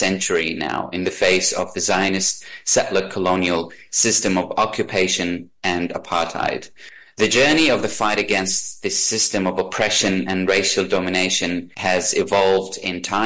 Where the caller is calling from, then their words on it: New South Wales, Australia; I am dialing in from Cammeraygal country.